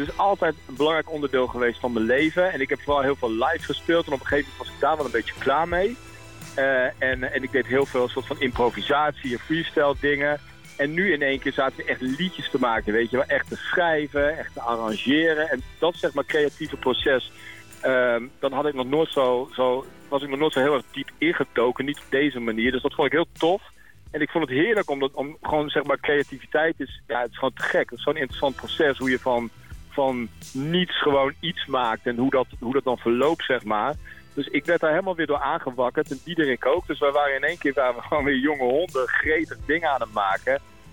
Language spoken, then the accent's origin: Dutch; Groningen, Netherlands; now in The Hague, Netherlands; ik ben een Groninger die ooit eens geëmigreerd is naar Den Haag. En ik ben Den Haag echt super gaan waarderen. Ik vind het zo'n fijne stad.